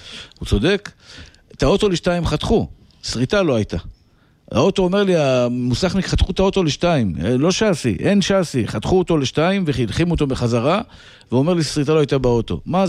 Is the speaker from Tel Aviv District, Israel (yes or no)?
yes; Tel Aviv, Tel Aviv District, Israel; נולדתי בשכונת התקווה. בית מאוד קטן.